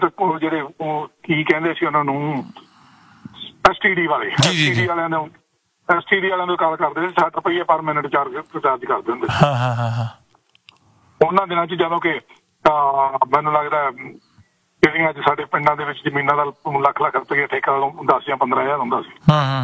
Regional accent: Punjab, India; moved away as an adult; ਮੈਂ ਇੰਡੀਆ ਸੀ, ਮੇਰੇ ਵਾਈਫ ਇੱਥੇ ਸੀ, ਮੈਂ ਇਮੀਗ੍ਰੈਂਟ ਨਹੀਂ ਸੀ ਹੋਇਆ ਤਾਂ ਇੰਡੀਆ ਤੋਂ ਜਦੋਂ 30 ਕਿਲੋਮੀਟਰ ਮੇਰੇ ਪਿੰਡ ਤੋਂ ਬਠਿੰਡਾ ਪੈਂਦਾ, ਬਠਿੰਡੇ ਆ ਕੇ ਫੋਨ ਕਰਨਾ ਪੈਂਦਾ ਸੀ।

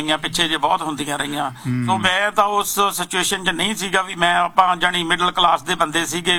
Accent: Moga, Punjab, India; now in Canada; Proper Moga ਸ਼ਹਿਰ, ਹਾਂਜੀ। ਮੈਂ ਤਾਂ ਉੱਥੇ ਜੰਮਿਆ ਪਲਿਆ ਜੀ, ਤੇ ਪਿੰਡ ਸਾਡਾ ਨਾਲ ਸੀਗਾ ਸਲੀਨਾ।

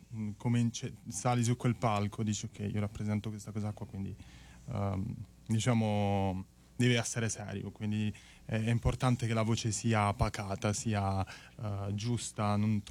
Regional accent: Altamura, Apulia, Italy; siamo entrambi pugliesi, ragazzi pugliesi, veniamo da Altamura.

